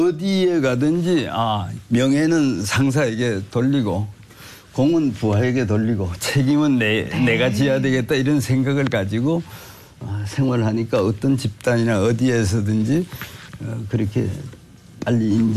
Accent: Taebaek, Gangwon, South Korea; 셋째인데 제 고향은 강원도라고 그러는 거죠. 태백이라고. 단광촌에서 태어나서 거기서 초중고 다 나오고

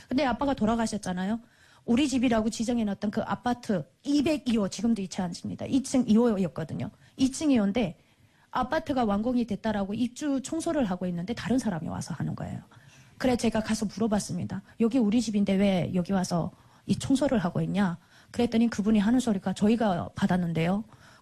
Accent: North Korea; moved away as an adult; now in South Korea; 북한에서는 할수 없지만 다른 나라에 가서 할 수가 있겠다라고 해서 제가 탈북을 했습니다.

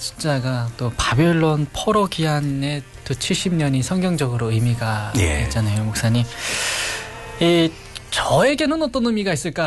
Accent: North Korea; now in South Korea; 지금 이 자리에 있는 저도 탈북자인데

